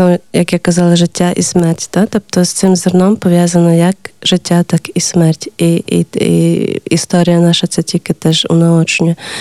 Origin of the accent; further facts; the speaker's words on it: Zakarpattia Oblast, Ukraine; я з Закарпаття